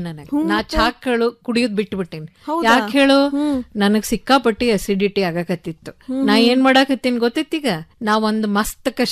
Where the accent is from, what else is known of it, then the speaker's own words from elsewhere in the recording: Karnataka, India; ನಾವು ಉತ್ತರ ಕರ್ನಾಟಕದವರು